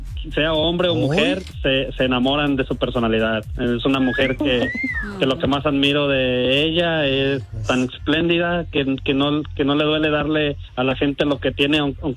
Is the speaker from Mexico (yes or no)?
yes; Mexico; No, y yo soy su único mexicano, no había probado lo bueno.